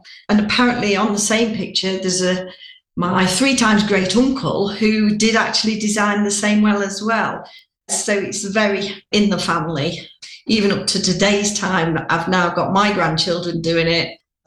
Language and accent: English; Tissington, East Midlands, United Kingdom; Well, I was brought up in Tizington